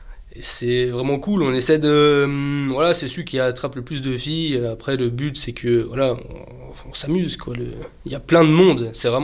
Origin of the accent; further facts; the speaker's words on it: France; now in Gibraltar; Ça ne me dérange pas encore pour le moment de payer des impôts en France, parce que je suis français, c'est normal.